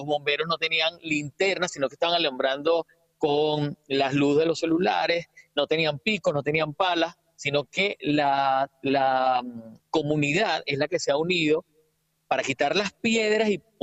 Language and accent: Spanish; Venezuela; moved away; Sí, yo creo que todos los venezolanos estamos, los que estamos fuera, tratando